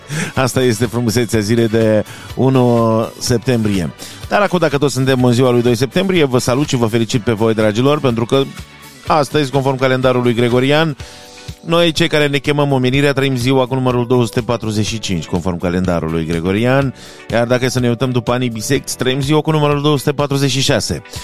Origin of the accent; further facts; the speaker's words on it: Moldova; acasă la noi